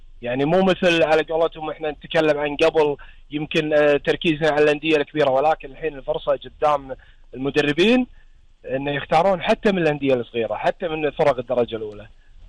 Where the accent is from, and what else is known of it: Kuwait